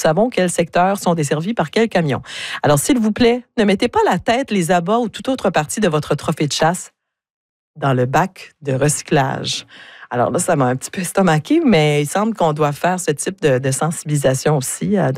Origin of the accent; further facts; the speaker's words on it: New Brunswick, Canada; moved away; moi, j'ai grandi au Nouveau-Brunswick.